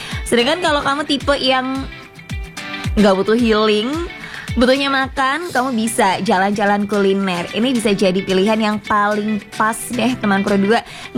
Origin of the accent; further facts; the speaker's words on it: Kediri, East Java, Indonesia; Kalau di kota aku sendiri jujur, ya kita harus menempuh perjalanan 2 jam untuk bisa ke pantai karena Kediri gak punya pantai.